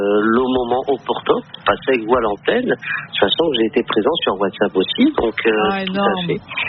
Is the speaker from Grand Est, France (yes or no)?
no; Bordeaux, Nouvelle-Aquitaine, France; Je suis de Bordeaux.